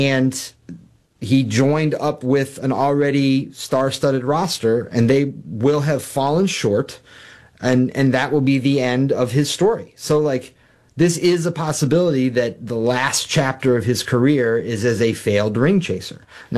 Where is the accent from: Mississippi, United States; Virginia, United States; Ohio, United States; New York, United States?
Ohio, United States; Cleveland; I've known Rich for a long time. We're both from the Cleveland area.